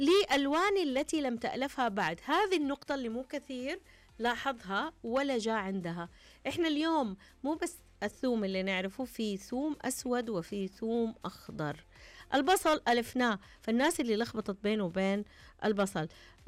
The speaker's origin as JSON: {"language": "Arabic", "region": "Al-Qassim", "country": "Saudi Arabia", "said": "وأيضا يزرع عندنا في القصيم."}